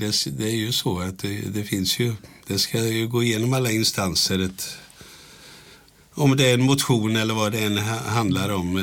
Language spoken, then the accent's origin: Swedish; Vimmerby, Kalmar County, Sweden; jag kommer ju ursprungligen ifrån Vimmerby, så jag är ju smålänning.